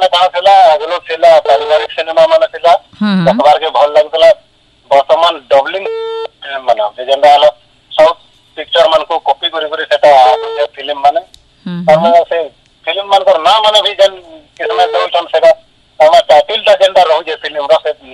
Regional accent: Kendughati, Odisha, India; ଆମର ଗାଁ ହଉଛି କେନ୍ଦୁ ଘାଟି

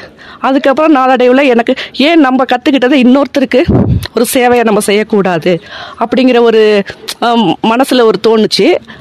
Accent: a village in Thanjavur district, Tamil Nadu, India; moved away as an adult; now in Ooty, India; நான் வந்து தஞ்சாவூர் மாவட்டம் சேவேரிக்குடிக்காடுங்கிற ஒரு கிராமத்துல தான் நான் பிறந்து வளர்ந்ததெல்லாம். நான் படித்தது கூட தஞ்சாவூர் மாவட்டத்தில் தான், தஞ்சாவூர் பிளேக்கே ஸ்கூலுங்கிற ஒரு ஸ்கூலில் தான் நான் படித்து பிளஸ் டூ முடிச்சுட்டு நர்ஸ் ட்ரைனிங் முடிச்சிருக்கேன்.

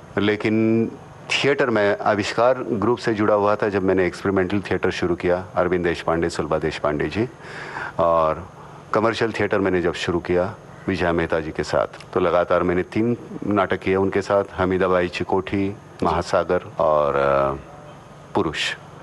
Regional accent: Murud, Maharashtra, India; मेरा बचपन गांव में बीता, मुरूर जंजिरा में, पहली से सातवीं तक।

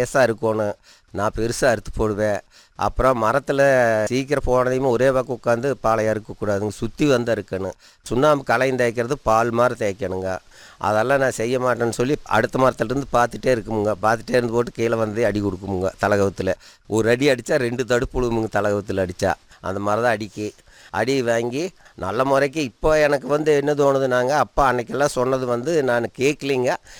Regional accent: Tamil Nadu, India; நான் அல்ட்டி வளத்தில் பிறந்தவனுங்க. வடவுதூரில் சொந்தமாக இடம் இருந்துங்க, அங்கே இருந்தமுங்க.

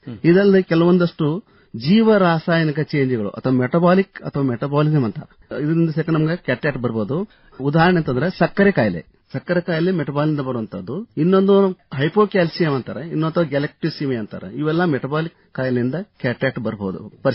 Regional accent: Dharwad, Karnataka, India; ನಾನು ಮುಖ್ಯವಾಗಿ ಧಾರವಾಡದವನು.

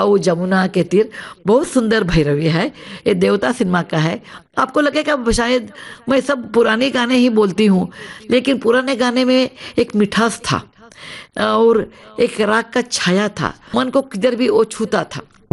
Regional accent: Dharwad, Karnataka, India; धारवाड़ एक छोटा डिस्ट्रिक्ट है कर्नाटक में, वो धारवाड़ की हूं मैं।

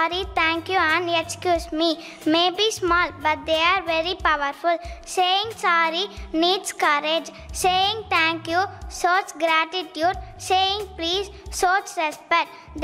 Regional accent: Sankagiri, Tamil Nadu, India; Sankagiri.

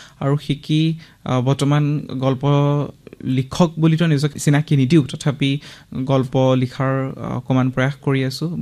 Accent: Punia, Assam, India; মোৰ জন্ম হৈছিল তামোলপুৰ জিলাৰ পুনিয়া নামৰ এখনি অকণমানি সৰু সেউজীয়া গাঁও। মই হাইস্কুল শিক্ষান্ত পৰীক্ষালৈকে সেইখন গাঁৱতে থাকি ডাঙৰ দীঘল হ'লোঁ

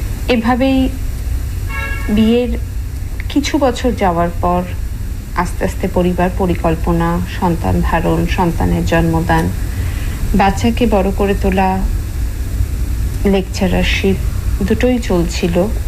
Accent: Kolkata, West Bengal, India; moved away as an adult; now in Delhi, India; আমি দিল্লি থেকে … বলছি। আমার জন্ম বেড়ে ওঠা সবই কলকাতায়। শিক্ষার প্রথম ভাগটা আমি কলকাতা থেকেই সমাপ্ত করি, বিয়ে হয় দিল্লিতে। 18 বছর আগে দিল্লি চলে আসা

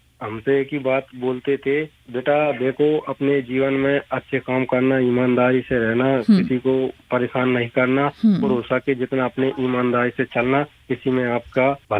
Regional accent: Madhya Pradesh, India; now in Isagarh, India; पहले हम गाँव पे पढ़ते थे, मेरा गाँव हमारे ईसागढ़ से 2-3 किलोमीटर दूर है कोरवास

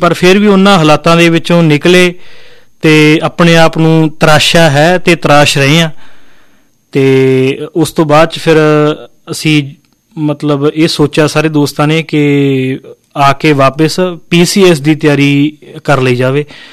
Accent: Rama Mandi, Punjab, India; ਆਪਣੀ ਜ਼ਿੰਦਗੀ ਦੇ 20 ਸਾਲ ਜਿਹੜੇ ਹੈ ਉਹ ਮੈਂ ਪਿੰਡ ਵਿੱਚ ਰਿਹਾ। ਰਾਮਾ ਮੰਡੀ ਕੋਲ ਮੇਰਾ ਪਿੰਡ ਹੈ ਅਤੇ ਉੱਥੇ ਹੀ ਮੈਂ ਰਾਮਾ ਮੰਡੀ ਦੇ ਵਿੱਚ ਆਪਣੀ ਜਿਹੜੀ ਮੈਟ੍ਰਿਕ ਹੈ 10ਵੀਂ ਮੈਂ ਉੱਥੇ ਪਾਸ ਕੀਤੀ ਹੈ।

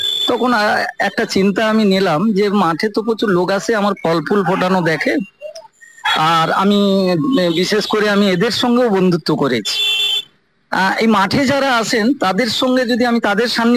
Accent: Patharpratima, Sundarbans, West Bengal, India; moved away as an adult; now in Kolkata, India; আমি অ্যাকচুয়ালি সুন্দরবনের ছেলে, পাথর প্রতিমা একটা প্রত্যন্ত গ্রাম আছে সেখানকার আমি ছেলে।

